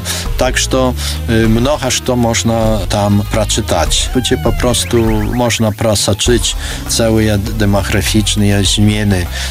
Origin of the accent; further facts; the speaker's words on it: Białystok, Podlaskie Voivodeship, Poland; also born or lived in Krynki; Я сам нарадзіўся ў Крынках. Яшчэ калісь нават быў у шпіталі ў Крынках, калі радзіўся. Але сам выхаваны ў Беластоку, а мае продкі звязаныя з вёскамі ваколіц Крынак найменш ад 17-го стагоддзя. Вывеў радавод свой ад канца 17-го.